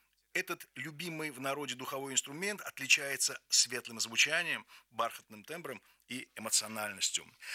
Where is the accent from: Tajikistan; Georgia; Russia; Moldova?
Georgia; Tbilisi; я родом из Тбилиси